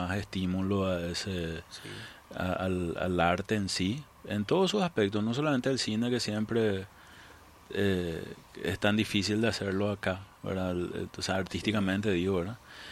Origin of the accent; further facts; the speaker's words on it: Paraguay; qué es lo que somos como paraguayos